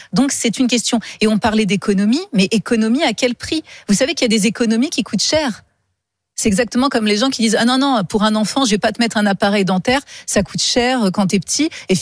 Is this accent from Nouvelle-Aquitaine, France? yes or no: yes; Poitiers, Nouvelle-Aquitaine, France; now in Paris, France; j'ai grandi à Poitiers